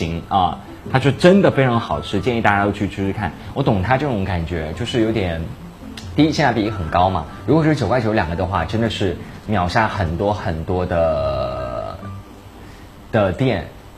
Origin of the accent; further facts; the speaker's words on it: Sichuan, China; 当然我们四川人都是啊